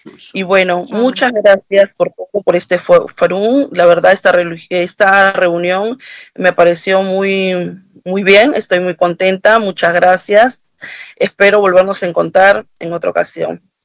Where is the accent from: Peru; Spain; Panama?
Peru; now in Argentina; Yo no soy argentina, soy de latinoamericana, pero soy de Perú, de otro país cerca de aquí.